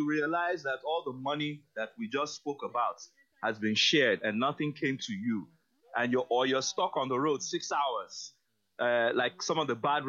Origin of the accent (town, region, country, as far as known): Nigeria